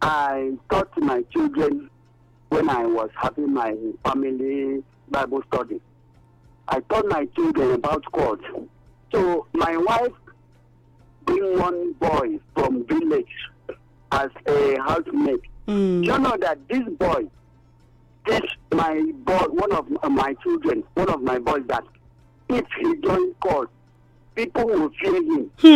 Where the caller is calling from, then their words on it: Winnipeg, Manitoba, Canada; I'm calling from Winnipeg.